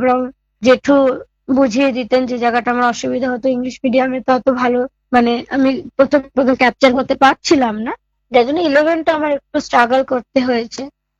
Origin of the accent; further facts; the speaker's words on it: Imphal, Manipur, India; আমার বাড়ি অ্যাকচুয়ালি মণিপুরে ইম্ফলে, কিন্তু আমার চোখটা খারাপ হয় শিলচরে।